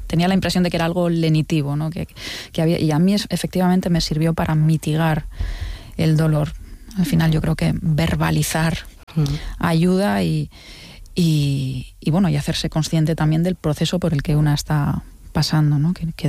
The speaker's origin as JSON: {"language": "Spanish", "town": "Tineo", "region": "Asturias", "country": "Spain", "tie": "born or raised there", "said": "Y la nieve, para mí es un paisaje de infancia, porque soy de Tineo, en el occidente asturiano"}